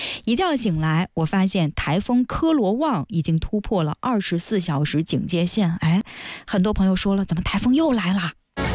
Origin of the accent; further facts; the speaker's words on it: Northeast China, China; now in Zhejiang, China; 我是东北人